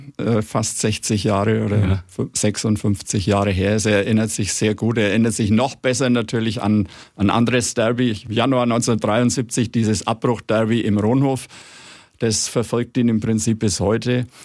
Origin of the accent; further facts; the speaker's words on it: Nuremberg, Bavaria, Germany; Ich bin in Nürnberg geboren, ich habe mein Leben lang in Nürnberg gelebt und der 1. FC Nürnberg war der Verein meiner Jugend